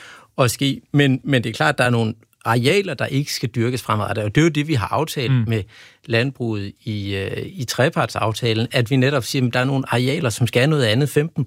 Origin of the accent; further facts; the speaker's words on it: Vejle, Region of Southern Denmark, Denmark; som jeg kommer fra Vejle